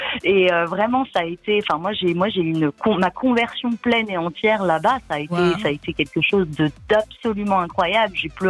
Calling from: France; Ça paraît monial, pas loin de là d'où je viens.

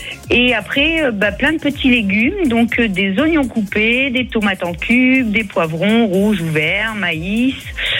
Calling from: Saint-Joseph-de-Rivière, Auvergne-Rhône-Alpes, France; je suis sur Saint-Joseph-de-Rivière, donc c'est un peu plus haut.

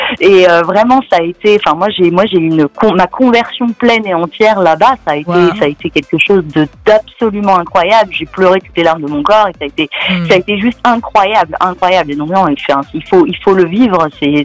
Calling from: Paray-le-Monial, Bourgogne-Franche-Comté, France; Paray-le-Monial, de là d'où je viens.

